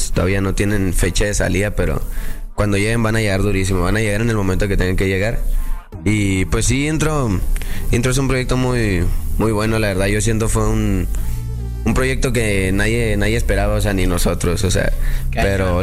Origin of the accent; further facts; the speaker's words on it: Puerto Peñasco, Sonora, Mexico; Yo soy de Sonora, o sea, de Puerto Peñasco.